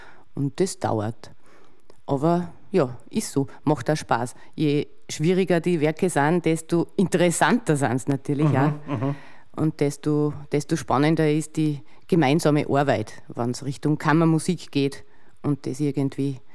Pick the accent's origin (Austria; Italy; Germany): Austria; Bad Goisern, Upper Austria; ich stamme aus Bad Gäusern und bin Pianistin und habe in Salzburg studiert